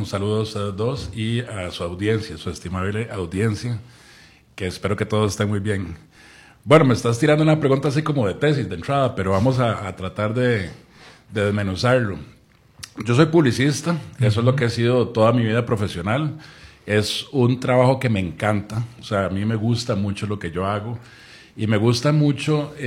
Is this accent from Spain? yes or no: no; San José, Costa Rica; also born or lived in Goicoechea; Yo soy de San José toda la vida.